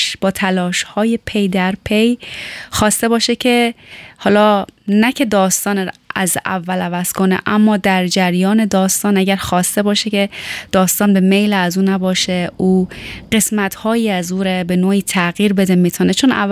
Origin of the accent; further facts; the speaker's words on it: Tehran, Tehran Province, Iran; چون همیشه گفتم متولد ایران هستم، خود در کوچه پس کوچه های تهران میدیدم و سرگرم بازی و شیطنت و راه مدرسه، دوست دوران مدرسه،